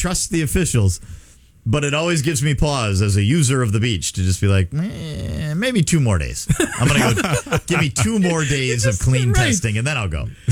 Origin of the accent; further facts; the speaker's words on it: Milwaukee, Wisconsin, United States; growing up in the Milwaukee area.